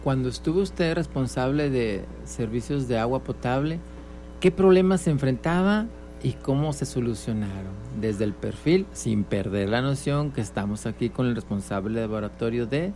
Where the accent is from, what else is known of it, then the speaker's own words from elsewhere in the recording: Mexico; Ya que nosotros vivimos en esta zona o somos mexicanos